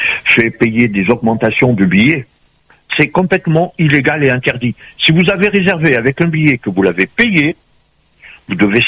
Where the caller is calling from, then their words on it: Paris, Île-de-France, France; Moi, je suis à côté entre les buttes de Chaumont et la porte de la Villette.